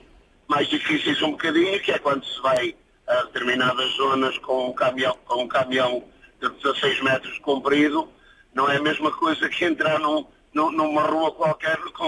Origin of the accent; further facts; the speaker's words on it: Guimarães, Norte, Portugal; Guimarães, nasci criado.